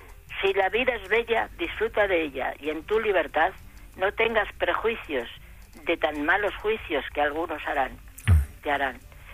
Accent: Valladolid, Castile and León, Spain; Yo soy de Valladolid.

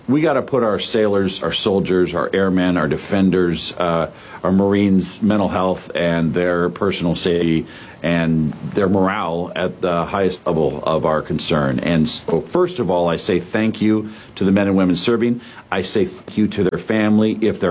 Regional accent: Fork, Nebraska, United States; I talked to the folks that run the steel mill in my hometown of Fork, Nebraska yesterday.

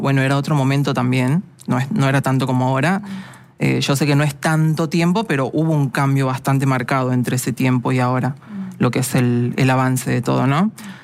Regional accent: Tafí Viejo, Tucumán, Argentina; born there; moved away as an adult; now in Buenos Aires, Argentina; Yo nací en Tucumán, sí, en la ciudad de Tafí Viejo, y a los 21 años, me vine a Buenos Aires, sí, con mi pareja.

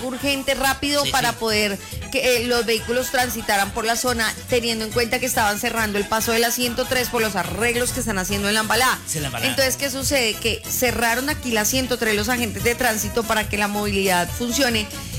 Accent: Colombia; Sí, exactamente, yo soy colombiana, es lo único que digo.

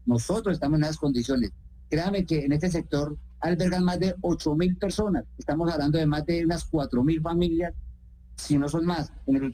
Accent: Chichimene, Meta, Colombia; Cuando uno habla que soy de Chichimene, que estamos en Chichimene, siempre la comunidad, de las protestas, de los paros. No, nosotros somos una comunidad muy pacífica.

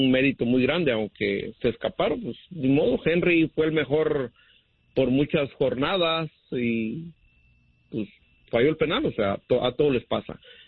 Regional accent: Mexico City, Mexico; Y como en realidad, pues la mayoría de los que somos del DF, pues somos morenos, ¿sí me entiendes?

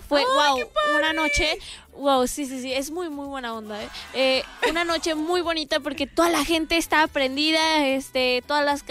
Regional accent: León, Guanajuato, Mexico; Yo soy de aquí de León, Guanajuato. Sí, soy de aquí de León, Guanajuato, semifinalista de La Voz Kids. Y pues obviamente, orgullosamente leonesa.

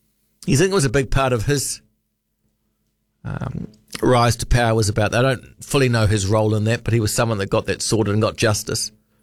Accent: Liverpool, North West England, United Kingdom; Marcus, I'm from Liverpool in the north of England.

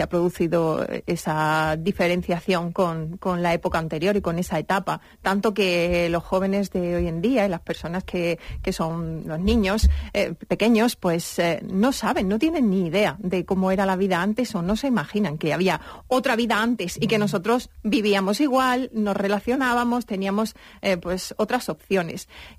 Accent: Úbeda, Andalusia, Spain; como yo soy de Úbeda, son los 8 kilómetros que lo separan.

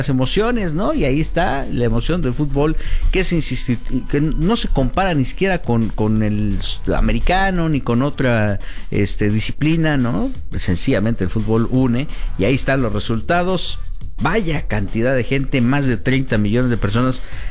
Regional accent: Mexico; Hay que seguir con esta buena vibra como mexicanos

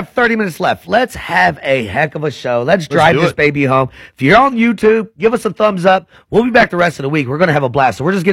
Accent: United States; I'm American.

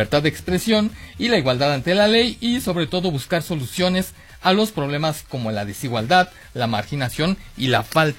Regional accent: Mexico; Lo que queda es el patriotismo, lo que queda somos los mexicanos que queremos ser mejores cada día.

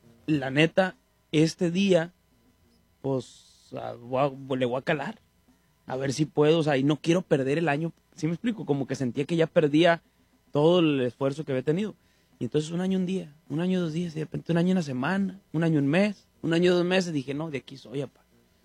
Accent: Mexico; Como todo mexicano, toda la vida nomás.

